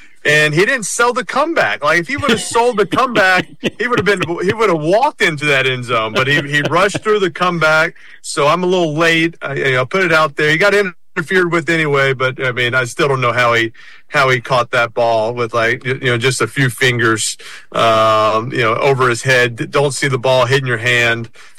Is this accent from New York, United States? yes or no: no; New Orleans, Louisiana, United States; born or raised there